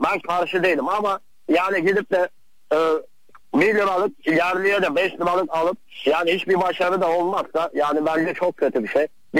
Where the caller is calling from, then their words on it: Istanbul, Turkey; İstanbul'dan